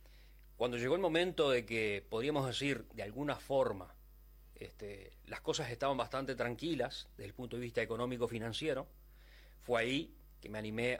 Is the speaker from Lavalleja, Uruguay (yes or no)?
no; Salto, Uruguay; moved away as an adult; Cuando me vine a Montevideo para estudiar, yo soy de Salto